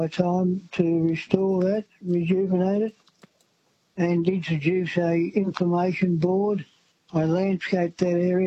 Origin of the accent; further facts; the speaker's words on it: Stockinbingal, New South Wales, Australia; And my hometown of Stockinvingle, little village, Stockinvingle.